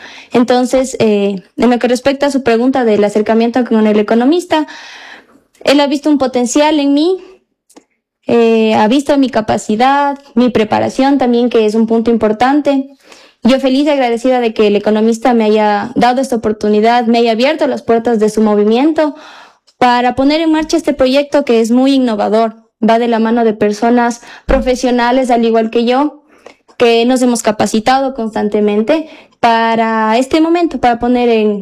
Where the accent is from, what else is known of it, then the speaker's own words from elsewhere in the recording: San Miguel, Bolívar, Ecuador; also born or lived in San Pablo de Atenas; soy sanmigueleña de nacimiento, tengo 25 años de edad